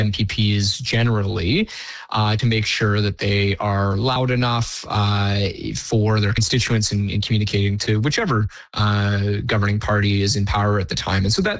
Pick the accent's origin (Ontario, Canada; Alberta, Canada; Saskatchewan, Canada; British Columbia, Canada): Ontario, Canada; Innisfil; born or raised there